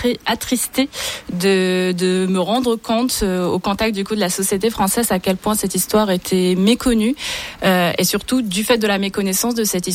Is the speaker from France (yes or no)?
no; Algeria; ne serait-ce que je suis algérienne, on a été bercé par cette histoire depuis qu'on est tout petit.